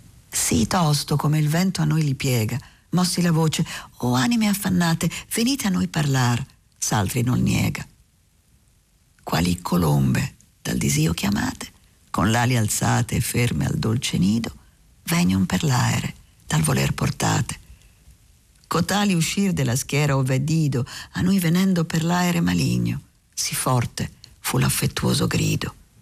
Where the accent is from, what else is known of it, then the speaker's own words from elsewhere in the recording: Lombardy, Italy; peraltro lombarda sono